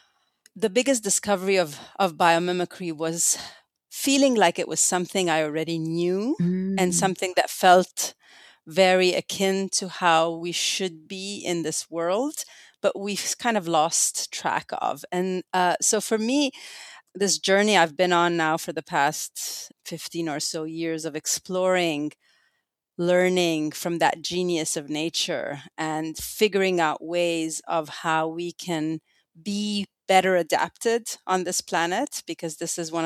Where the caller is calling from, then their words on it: Tempe, Arizona, United States; I'm calling in from Tempe, Arizona, right in the heart of the Sonoran Desert